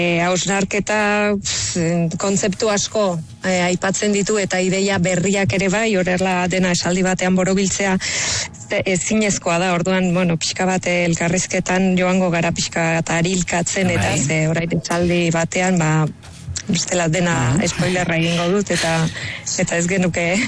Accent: Nouvelle-Aquitaine, France; Lapurdikoa naiz

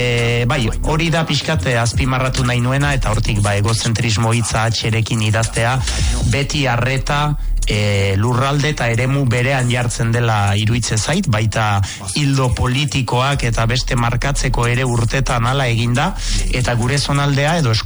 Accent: Urrugne, Nouvelle-Aquitaine, France; Basque is a second language; Barakaldon sortu nintzela, baina biziki gazte bi urterekin joan nintzen Urruñara bizitzera. Baina gurasoak, ba, espaita Extremadurakoa dut, ama bizkaitarra zen, eta ba, nere euskara ikastolakoa da, ikastolan ikasi baitut, eta erre gogorra egiten dut.

